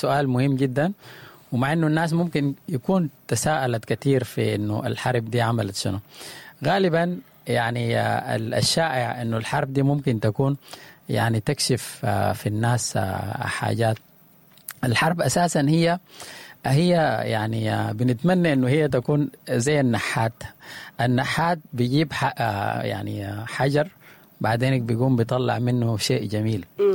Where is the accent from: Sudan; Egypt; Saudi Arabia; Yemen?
Sudan; نتكلم دائما في مواضيعنا السودانية كسودانيين